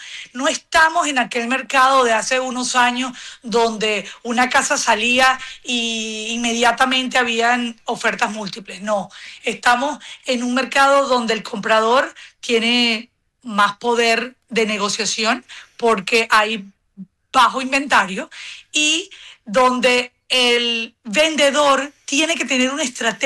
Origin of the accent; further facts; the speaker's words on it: Venezuela; now in United States; Soy venezolana, tengo 26 años en este hermoso país